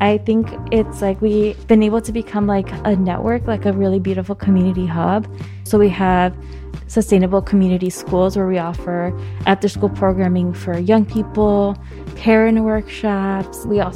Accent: Chicago, Illinois, United States; I was born and raised in Barden Park, and people are like, where's Barden Park? And I was like, right next to Back of the Arts, and they're like, I know where that is.

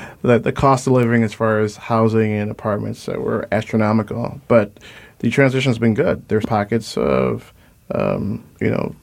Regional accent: Chicago, Illinois, United States; And Chicago's home. I grew up in Humboldt Park, 1449 North Maplewood. It was an awesome mix of people.

